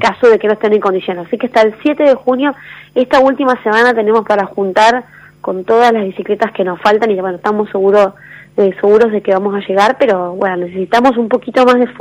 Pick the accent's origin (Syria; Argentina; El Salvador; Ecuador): Argentina; Santa Fe